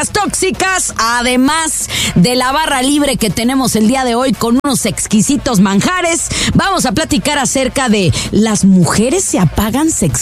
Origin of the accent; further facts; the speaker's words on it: Guadalajara, Jalisco, Mexico; Pues aquí estamos, no nos rajamos como buenas tapatías y mexicanas que somos.